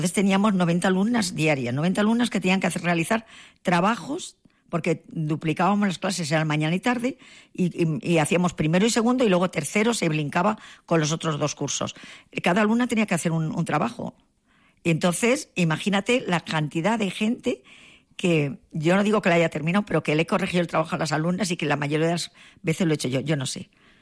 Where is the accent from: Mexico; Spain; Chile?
Spain; Tinajas, Castilla-La Mancha; now in Cuenca, Spain; a mi pueblo lo adoro. O sea, Cuenca es la ciudad de adopción, como he dicho, pero mi pueblo son mis raíces y yo he sido una niña muy feliz, muy feliz.